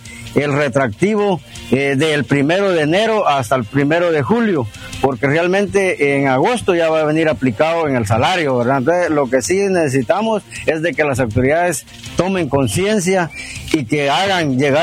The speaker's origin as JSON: {"language": "Spanish", "region": "Petén", "country": "Guatemala", "said": "nosotros los merecemos como guatemaltecos, porque realmente nosotros los peteneros tenemos una fortuna aquí en Petén"}